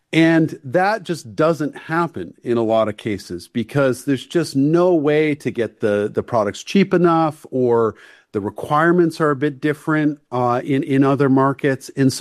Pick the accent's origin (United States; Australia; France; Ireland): United States; New England; accent: New England; So, you know, wicked, I like the word wicked because I'm from New England.